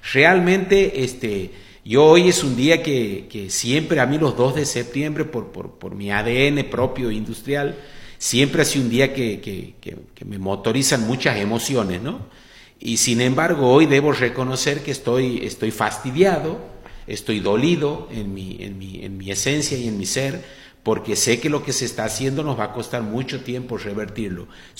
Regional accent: Argentina

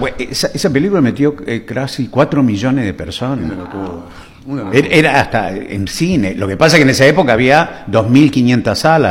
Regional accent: Santa Fe, Argentina; moved away; Yo soy santafesino del norte.

